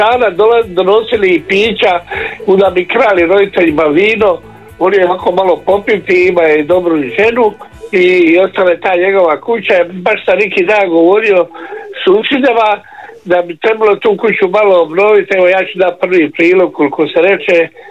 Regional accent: Runović, Split-Dalmatia County, Croatia; Kad sam bio mali u Runoviću

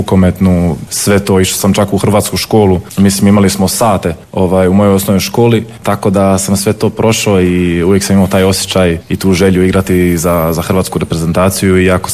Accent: Germany; Ja sam odrastao u Njemačkoj, kod nas se kod kuće uvijek pričao hrvatski

